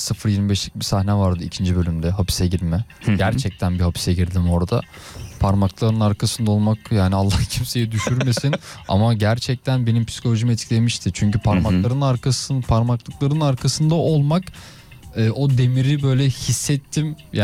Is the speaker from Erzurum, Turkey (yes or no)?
no; Manisa, Turkey; Hayır, yok abi, Manisa'lıyım.